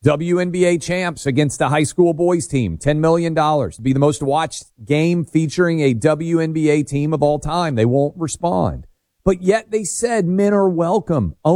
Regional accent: Tennessee, United States; You can play in my home state of Tennessee.

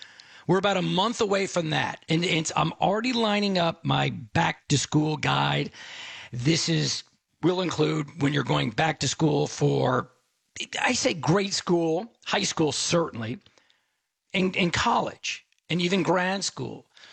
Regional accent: Dallas, Texas, United States; I played soccer as a kid in the 1970s. In the 1970s, growing up in Dallas, where the Dallas Tornado, that was the name of the Kyle Rote Jr., was the soccer player.

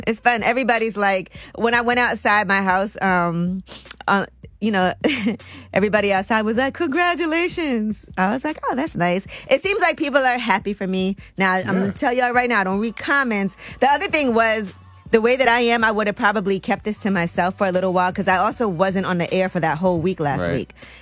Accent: Brooklyn, New York, United States; We're both from Brooklyn.

